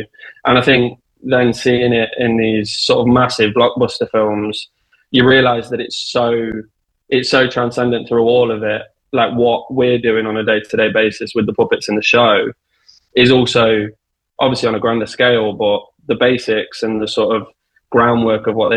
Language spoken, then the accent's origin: English; Derby, East Midlands, United Kingdom; I'm from the Midlands, sort of around Derby area.